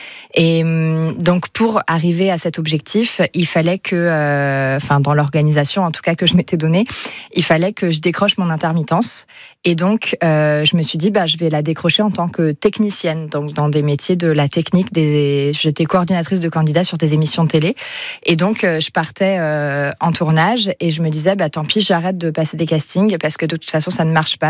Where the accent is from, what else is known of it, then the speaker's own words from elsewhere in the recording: Béziers, Occitanie, France; j'ai grandi à Béziers, j'étais juste à côté.